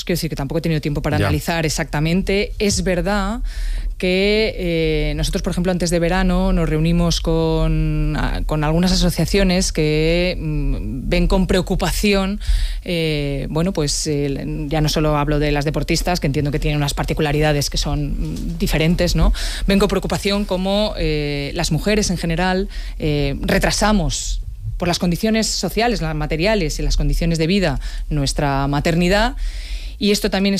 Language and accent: Spanish; Community of Madrid, Spain; cosa que a mí me interpela en primer orden como ministra y como madrileña